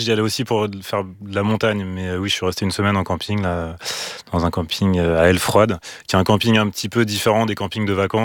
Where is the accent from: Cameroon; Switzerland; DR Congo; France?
France; Lyon, Auvergne-Rhône-Alpes; Moi, je suis originaire de Lyon, donc on allait un peu autour, dans la Drôme, dans les Alpes.